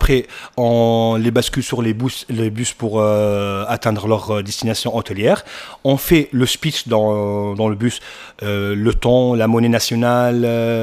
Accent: Tunisia; Moi, quand je suis en Tunisie, je suis tunisien, oui, je dis le mot Tunisie, il est déjà fort.

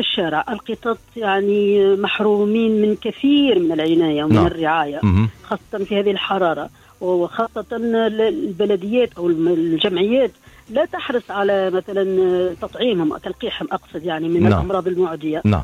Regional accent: Tunisia; لماذا في تونس عندنا عادات أظن أنها بعيدة شوية عن العقيدة؟

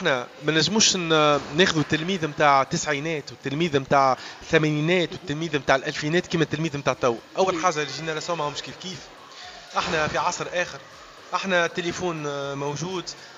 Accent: Tunisia; احسن ما عندنا في تونس.

